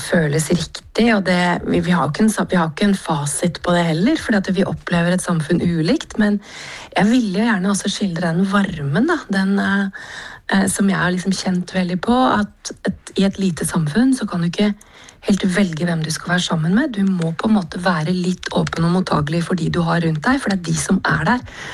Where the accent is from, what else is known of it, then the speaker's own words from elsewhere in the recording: Koppang, Innlandet, Norway; now in Oslo, Norway; jeg jo fra Koppang. Jeg jo født og oppvokst i Storelvdal.